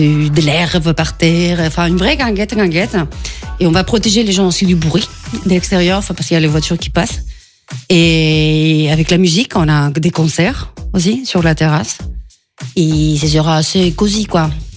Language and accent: French; Chile; now in Strasbourg, France; je viens du Chili, on aime l'asados.